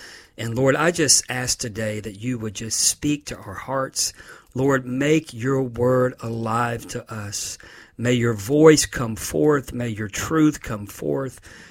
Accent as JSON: {"language": "English", "region": "Florida", "country": "United States", "tie": "born or raised there", "moved": "yes", "said": "my home state of Florida"}